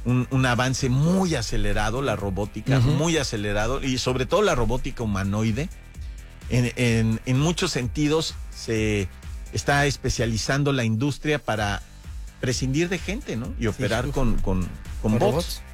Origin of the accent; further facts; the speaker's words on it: Mexico; No entendemos qué es lo que ocurre en nuestro país